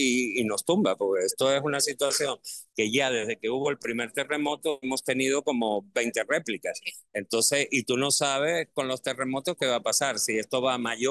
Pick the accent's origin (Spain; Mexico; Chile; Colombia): Spain; now in Venezuela; Yo me vine de España hace 40 años ya. Uno ya aquí tiene sus raíces. Venezuela te dio muchas posibilidades que España en su momento a lo mejor no nos podía dar.